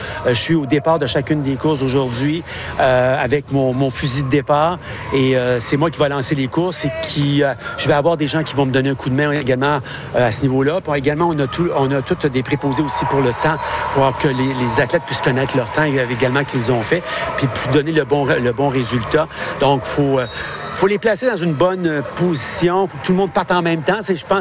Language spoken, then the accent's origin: French; Quebec, Canada; Moi, je suis originaire du Québec. Je connaissais les Jeux du Québec